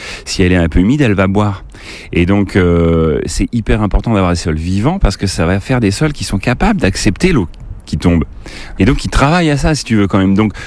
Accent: Chédigny, Centre-Val de Loire, France; Alors moi, j'ai grandi donc à Chédigny.

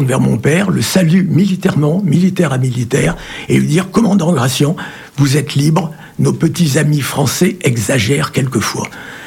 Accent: Périgueux, Nouvelle-Aquitaine, France; born there; Alors moi je suis né à Périgueux je suis déplacé plusieurs fois à Périgueux, étant à Grignoles, c'est jamais qu'à 5 km de 5 km de Neuvik.

